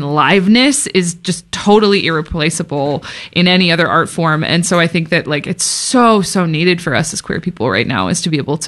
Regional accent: Canada; now in Toronto, Canada; I'm from Canada. We live in Toronto now.

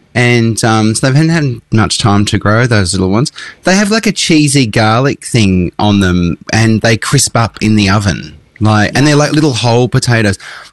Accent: Sydney, New South Wales, Australia; Is that growing up in Western Sydney, they were called potato scallops.

